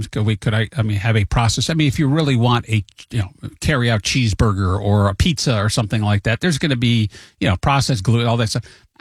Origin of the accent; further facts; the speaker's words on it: United States; I'm an American.